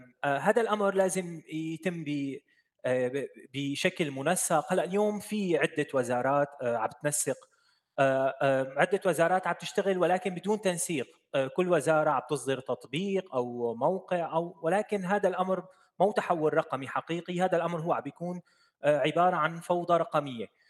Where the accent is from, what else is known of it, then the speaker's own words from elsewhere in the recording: Syria; يكون عندنا بسوريا